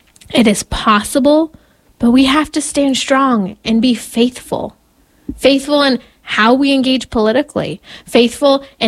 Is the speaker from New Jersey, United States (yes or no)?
no; California, United States; Because I love my home state of California.